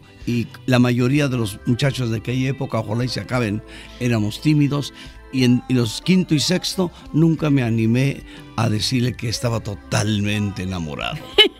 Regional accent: Mérida, Yucatán, Mexico; born there; No se nota, pero nací en Mérida, Yucatán.

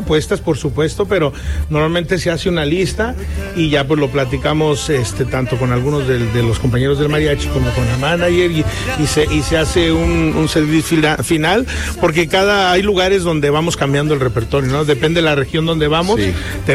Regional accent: Mexico; que es algo de sentirse orgullosos como mexicanos

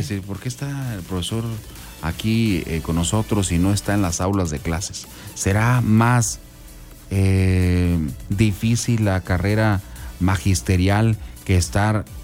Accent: Mexico

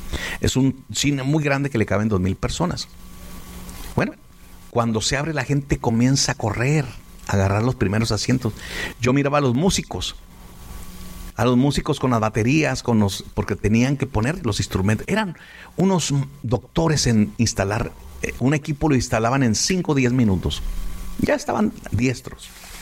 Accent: Ciudad Juárez, Chihuahua, Mexico; born or raised there

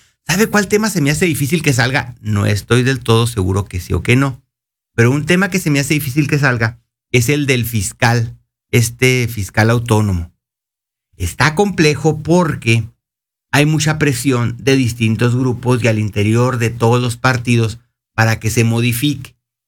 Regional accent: Mexico; estamos en la pelea como mexicanos

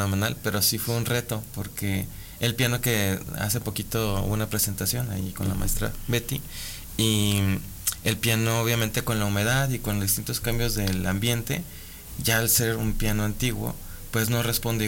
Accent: Mexico City, Mexico; born there; now in Aguascalientes, Mexico; Nací en la Ciudad de México. Y de ahí llego aquí en el 97 a Aguascalientes, ¿no? Con mi mamá, obviamente, y mis hermanas, dos hermanitas que tengo.

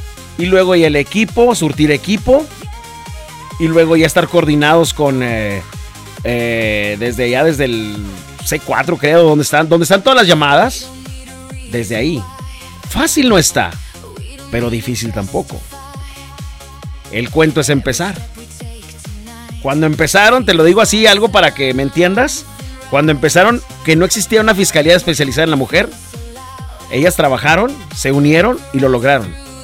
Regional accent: Mexico

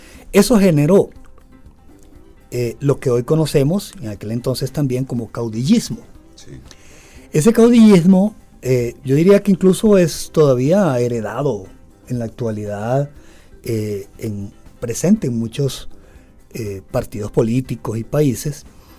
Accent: Venezuela; born there; moved away; also born or lived in Honduras; caso mío, Venezuela.

